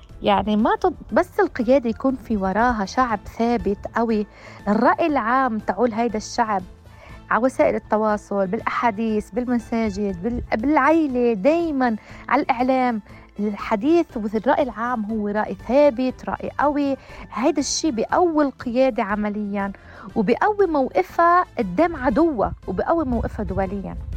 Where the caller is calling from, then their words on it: South Lebanon, Lebanon; نحن قلال جنوب لبنان